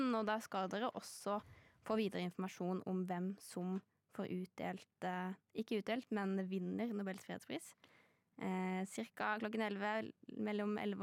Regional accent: Arendal, Agder, Norway; now in Eastern Norway; det var sol hjemme i Arendal.

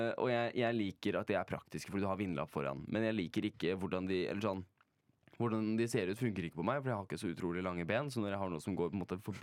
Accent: Oslo, Norway; så er jeg fra Holmenkollen.

